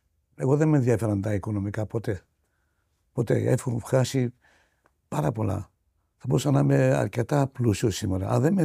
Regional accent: Greece; μου έκανε να νιώσω περήφανος σαν Έλληνας

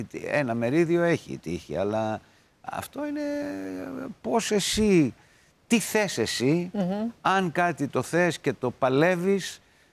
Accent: Greece; born there; είμαι γεννημένος στην Ελλάδα.

